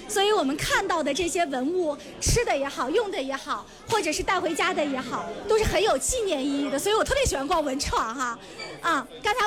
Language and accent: Chinese; Henan, China; 这是我们河南的方言啊